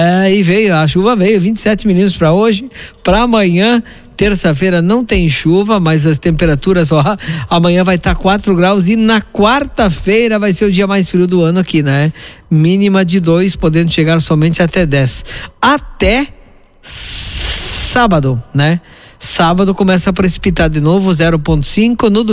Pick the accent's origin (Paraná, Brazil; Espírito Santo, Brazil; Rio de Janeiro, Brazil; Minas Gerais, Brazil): Paraná, Brazil; moved away; lá na minha terra, no Paraná